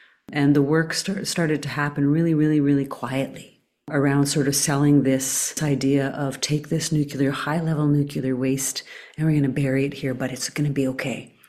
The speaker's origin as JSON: {"language": "English", "town": "Eagle Lake First Nation", "region": "Ontario", "country": "Canada", "said": "I am from a small community called Eagle Lake First Nation, or Migizisagigun. It's a First Nation community in Treaty 3 territory in Northern Ontario. That is where my mother and my two sisters currently live on reserve."}